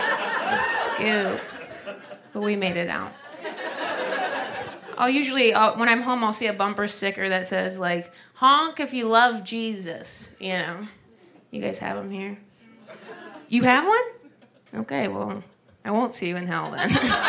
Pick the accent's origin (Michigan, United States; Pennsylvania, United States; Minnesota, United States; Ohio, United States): Ohio, United States; Whenever I'm home in Ohio, I'm from Ohio, so it's shocking. There's such a large amount of Ohioans here.